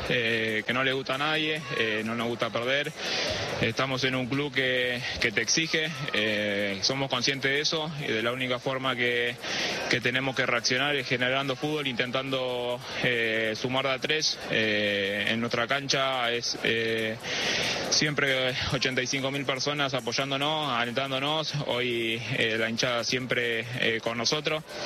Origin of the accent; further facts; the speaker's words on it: Argentina; Soy un argentino más que va a alentar por ellos